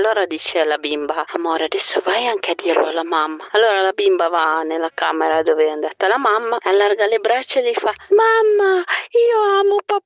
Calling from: Cuneo, Piedmont, Italy

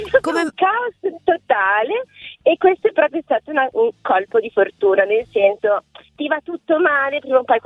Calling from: Mondovì, Piedmont, Italy; sono appunto di Mondovì

